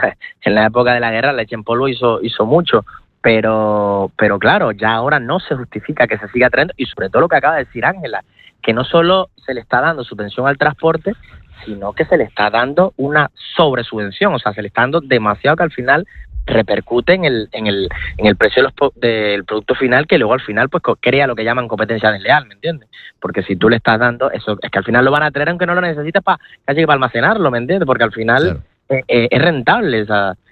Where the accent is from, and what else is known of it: Canary Islands, Spain